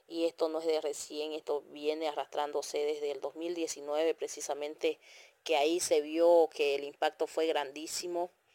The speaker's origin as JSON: {"language": "Spanish", "town": "San José de Chiquitos", "region": "Santa Cruz", "country": "Bolivia", "said": "soy presidenta de la Organización de Mujeres Indígenas de la Comunidad San Juan de Chiquitos, de la TCO Turboeste, municipio de San José de Chiquito, del departamento de Santa Cruz."}